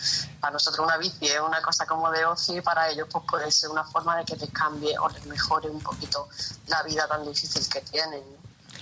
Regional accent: Málaga, Andalusia, Spain; now in Asturias, Spain; Yo soy malagueña, sí, sí, como se puede ver por el acento, ¿no? Lo que pasa es que llevo un tiempo viviendo aquí en Asturias

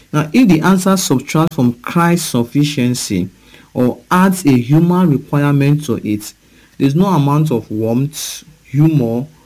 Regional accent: Okada, Edo, Nigeria; from Okada Town, Edo State, Nigeria

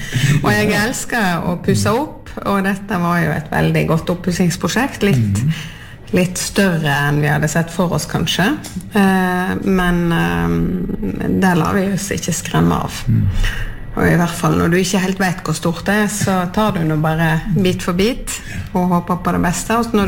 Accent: Sotra, Vestland, Norway; moved away as an adult; now in Jostedal, Norway; Opprinnelig så kom jeg fra Sotra.

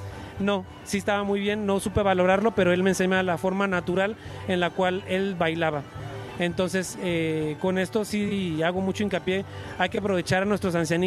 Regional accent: Jocotepec, Jalisco, Mexico; now in Guadalajara, Mexico; soy de Jocotepec, Jalisco, pero radico en Guadalajara.

